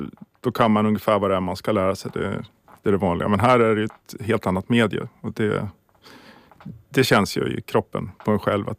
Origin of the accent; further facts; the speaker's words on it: Sala, Västmanland County, Sweden; moved away as an adult; also born or lived in Västerås / Stockholm / Åland; Jag är född och uppvuxen i Sala. Sen har jag bott i Västerås. Och sen är jag sommarålänning har jag varit då. Så att, men nu har jag flyttat tillbaka till Sala